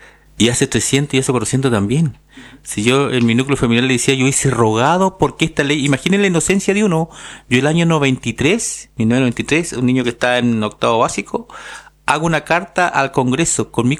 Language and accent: Spanish; Chiloé, Los Lagos, Chile; la isla en Chiloé, creo yo que sobrepasamos el 80% que tenemos algún tipo de sangre originaria.